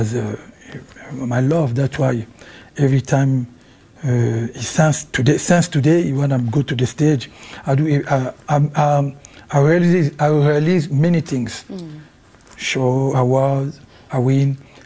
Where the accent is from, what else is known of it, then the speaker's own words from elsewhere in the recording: Kinshasa, DR Congo; English is a second language; moved away as an adult; also born or lived in Paris, France; I grew up in Kinshasa, and I go to the Paris when I was, used to be a little bit, you know, like 19, 20.